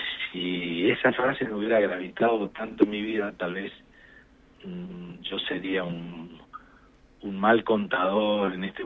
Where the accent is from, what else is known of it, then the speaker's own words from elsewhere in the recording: Paraná, Entre Ríos, Argentina; moved away; yo me fui a mi casa de Paraná, donde yo nací